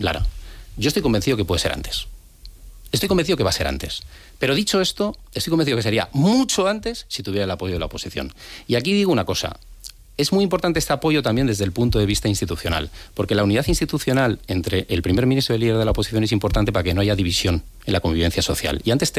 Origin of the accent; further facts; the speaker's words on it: San Sebastián, Basque Country, Spain; now in Madrid, Spain; Nuestra generación, por ejemplo, yo cuando llegué de Donosti a Madrid, hoy Madrid F, que eso da para un programa entero.